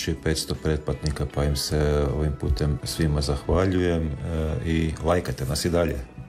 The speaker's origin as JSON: {"language": "Croatian", "town": "Velika Gorica", "region": "Zagreb County", "country": "Croatia", "said": "Znači, mi smo vatreni navijači iz Velike Gorice."}